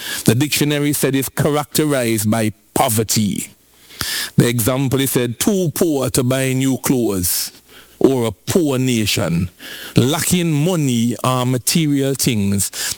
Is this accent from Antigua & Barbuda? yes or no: yes; Antigua & Barbuda; I'm so glad I come from Antigua. Nobody can deport me.